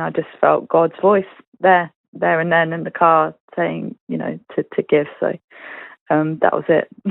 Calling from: Wellingborough, East Midlands, United Kingdom; I'm from Wellingborough in Northamptonshire

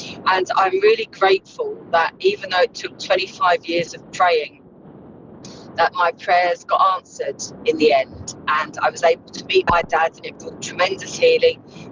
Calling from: Southampton, South East England, United Kingdom; I'm from Southampton.

